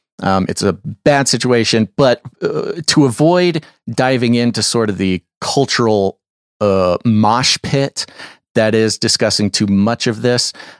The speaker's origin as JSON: {"language": "English", "country": "United States", "said": "it's kind of weird being an American watching that happen over there"}